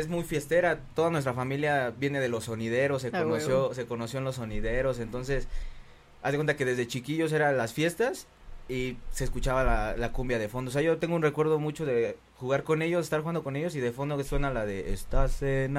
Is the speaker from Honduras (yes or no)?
no; Mexico City, Mexico; Ah, wey, yo soy de ahí, como de una colonia pegada de ellos, que es Casas Alemán, Campestre Aragón, por la San Felipe, todo eso, ajá.